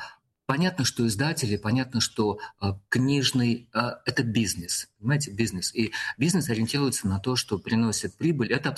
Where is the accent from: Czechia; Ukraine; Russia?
Russia; Moscow; Ну, видно, что вот мы люди приезжие». Мы говорим: «Вы знаете, мы из Москвы, будем создавать у вас современную библиотеку».